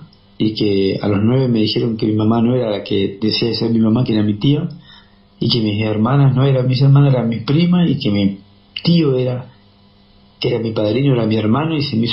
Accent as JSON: {"language": "Spanish", "town": "Lomas de Zamora", "region": "Buenos Aires Province", "country": "Argentina", "tie": "born there", "moved": "yes", "lives_now": "General Roca, Argentina", "said": "estoy viviendo en la ciudad de General Roca, que es el Alto Valle de Río Negro. Ajá. Pero yo nací en Lomas de Zamora, yo nací entre Fiorito y Villa Albertina, que era Villa de Miseria en ese tiempo"}